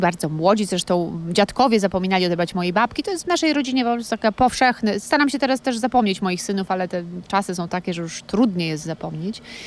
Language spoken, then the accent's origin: Polish; Warsaw, Masovian Voivodeship, Poland; born there; Tak, urodziłam się w Warszawie, mieszkam w Warszawie